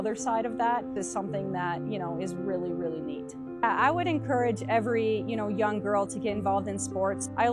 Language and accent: English; Minnesota, United States; moved away as an adult; now in New Mexico, United States; I grew up in Minnesota